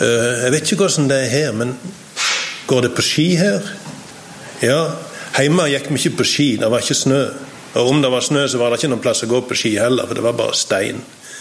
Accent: Sokndal, Rogaland, Norway; moved away as an adult; also born or lived in Indonesia; now in Stavanger, Norway; Så kommer jeg opprinnelig fra Sokndal.

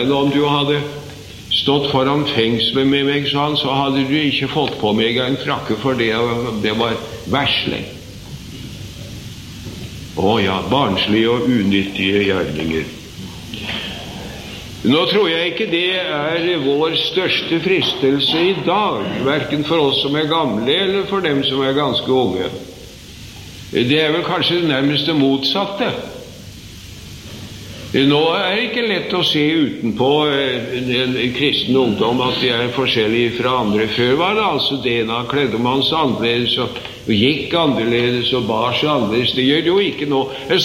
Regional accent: Sarpsborg, Østfold, Norway; I min hjemby i Sarpsborg, det var ikke så flust med penger og all verdens ting den gang som det er nå

